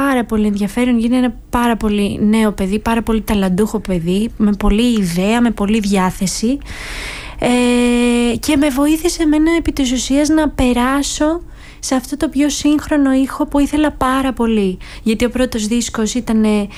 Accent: Ano Kastritsi, West Greece, Greece; στο Άνω Καστρίτσι, το χωριό μου.

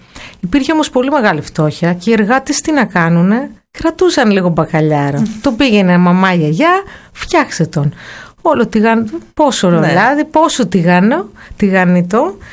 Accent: Peloponnese, Greece

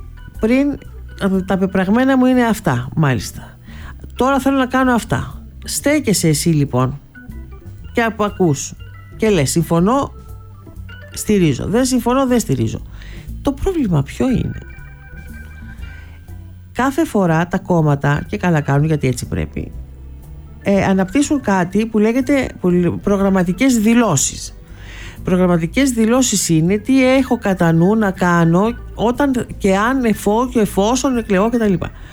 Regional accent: Greece; εμείς ως Έλληνες.

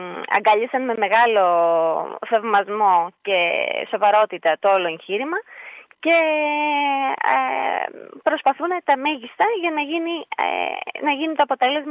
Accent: Ioannina, Epirus, Greece; εγώ δεν είμαι από την περιοχή, είμαι από Ιωάννινα.

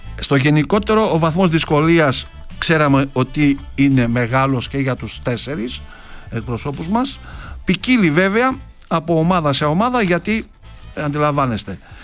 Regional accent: Greece; ως Έλληνες λοιπόν φίλαθλοι

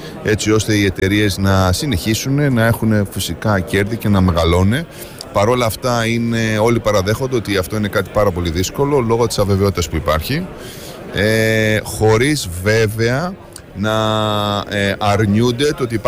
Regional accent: Greece

